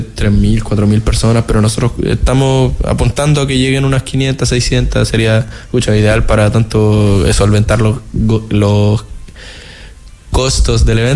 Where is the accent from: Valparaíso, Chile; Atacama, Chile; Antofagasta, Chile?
Antofagasta, Chile; born there; Yo vengo de una población de acá un poquitito menos al norte que acá